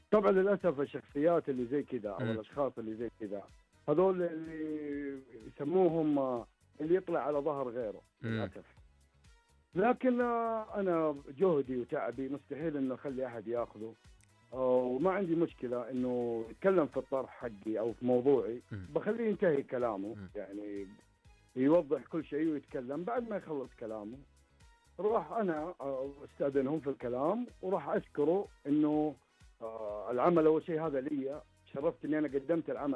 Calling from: Yanbu, Medina Province, Saudi Arabia; من ينبع طال عمرك.

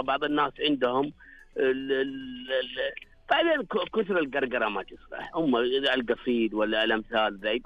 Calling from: Dammam, Eastern Province, Saudi Arabia; من الدمام. من الدمام.

